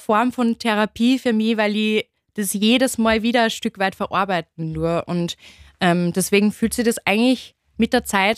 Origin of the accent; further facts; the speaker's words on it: Upper Austria, Austria; accent: Upper Austrian dialect; Ich liebe meinen Dialekt, einen oberösterreichischen Dialekt